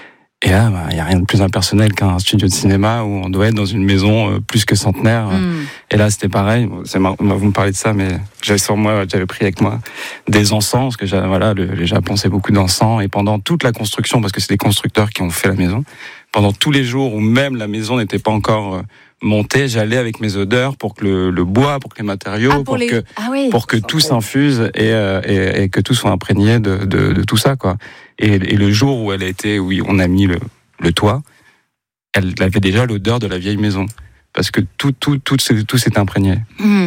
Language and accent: French; Boulogne-sur-Mer, Hauts-de-France, France; Et un jour, il y a eu un tournage qui s'est fait là d'où je viens, de Boulogne-sur-Mer.